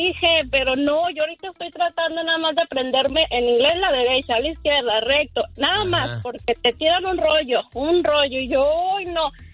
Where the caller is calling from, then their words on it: Torreón, Coahuila, Mexico; nosotros somos de Torreón, Coahuila, México.